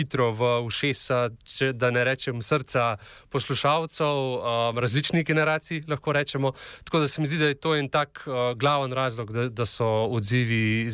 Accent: Upper Carniola, Slovenia; now in Primorska, Slovenia; prihajam iz Gorenjske, prihajam iz dost podobnega okolja, kot kar je pa zdaj cel, tudi tako iz, bom rekel, geografskega vidika, klima je ta prava, vas je podobna

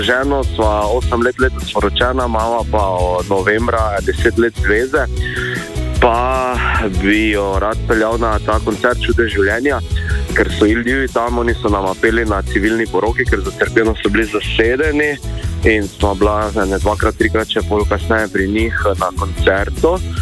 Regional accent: Maribor, Drava, Slovenia; Jaz sem iz Maribora.

